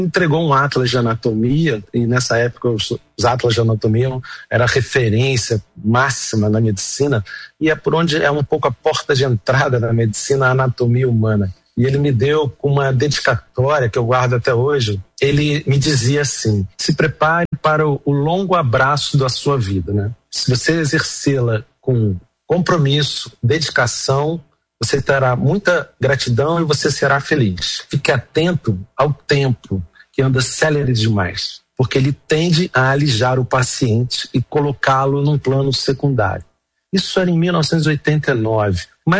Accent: Rio de Janeiro, Brazil; born or raised there

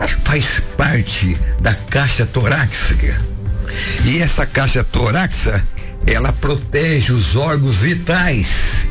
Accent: Piracaia, São Paulo, Brazil; now in Aparecida, Brazil; E voltei e volto à minha terra, Piracaia, só a passeio. Eu fiquei de vez em Aparecida.

